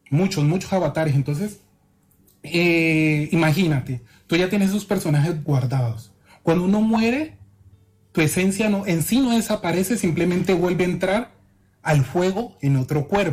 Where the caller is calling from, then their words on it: Malaysia; Actualmente me comunico desde Malasia.